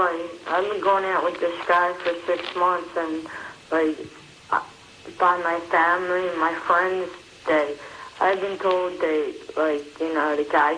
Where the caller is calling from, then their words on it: Upper Darby, Pennsylvania, United States; Upper Darby, Dollar County.